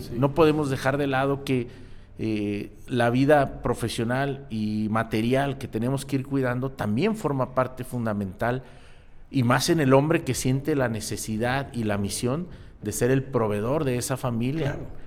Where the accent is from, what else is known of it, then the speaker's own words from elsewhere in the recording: Guadalajara, Jalisco, Mexico; yo soy originario aquí de Guadalajara, desde pequeño, de una familia de un veracruzano y una de la Ciudad de México que se viene aquí. Y bueno, vivo toda mi infancia aquí en Guadalajara.